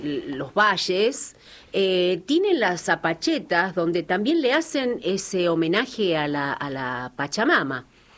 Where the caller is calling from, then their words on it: Salta, Argentina; Salta es muy particular. Con esto hablo de Salta porque es donde vivo y donde conozco.